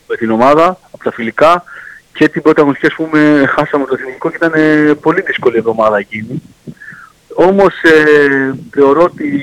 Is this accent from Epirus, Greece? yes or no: no; Heraklion, Crete, Greece; επειδή είμαι Ηρακλειώτης και είμαι από εδώ